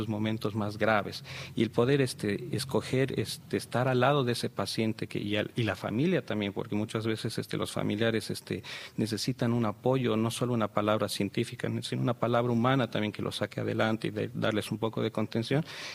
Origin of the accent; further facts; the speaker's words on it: Mexico; born there; also born or lived in Bolivia; yo soy nacido en México, mamá mexicana, papá boliviano, mi vida entre México y Bolivia.